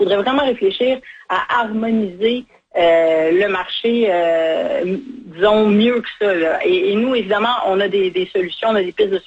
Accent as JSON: {"language": "French", "region": "Quebec", "country": "Canada", "said": "Un dentiste, par exemple, qui serait formé chez vous, Manitoba, pourrait travailler, par exemple, chez nous, au Québec."}